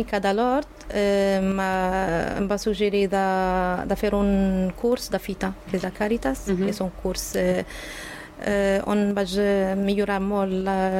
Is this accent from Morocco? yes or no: yes; Morocco; Catalan is a second language; moved away as an adult; now in Manresa, Spain; sóc del Marroc. Ara fa 2 anys i 8 mesos que estic aquí.